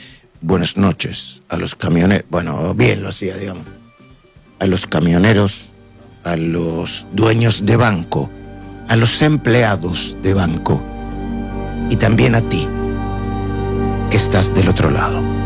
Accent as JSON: {"language": "Spanish", "country": "Argentina", "said": "Yo, por supuesto, argentino, pero también un poquito ciudadano del mundo"}